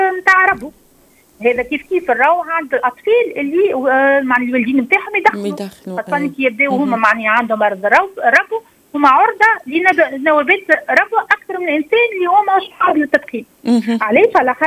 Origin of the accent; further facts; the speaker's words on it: Tunisia; احنا بلادنا تونس